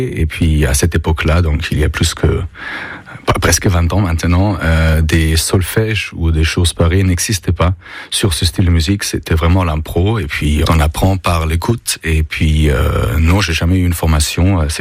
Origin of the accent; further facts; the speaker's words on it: Innsbruck, Tyrol, Austria; French is a second language; Je viens d'Autriche, Innsbruck, dans les montagnes. Je pense que j'ai toujours écouté la musique quand j'étais enfant, avec mes parents, avec ma sœur.